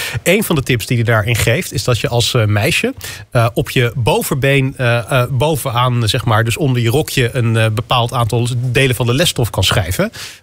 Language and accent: Dutch; North Brabant, Netherlands; Maar ik ben in Brabant opgegroeid.